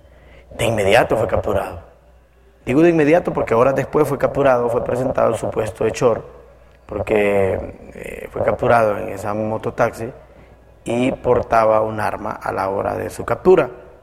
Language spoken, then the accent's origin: Spanish; Honduras